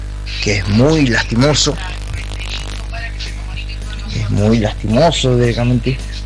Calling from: Cinco Saltos, Río Negro, Argentina; de Cinco Saltos.

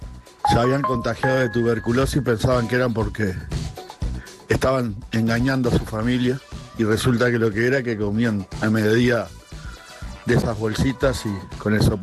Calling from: Uruguay; yo soy otro uruguayo.

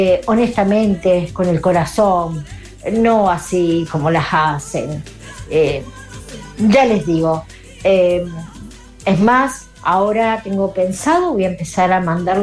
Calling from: Granadero Baigorria, Santa Fe, Argentina; de Granadero Baigorria.

